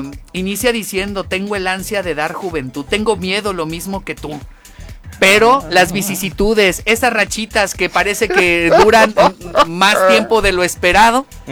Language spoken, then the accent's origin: Spanish; Mexico; Es lo que nos merecemos como mexicanos.